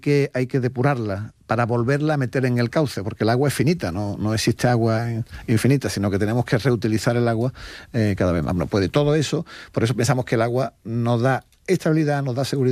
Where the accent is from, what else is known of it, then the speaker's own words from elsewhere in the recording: Spain; porque lo que sí hacemos bien los españoles es, cuando nos dan una nota de que hay que ahorrar agua y tal, hacerlo.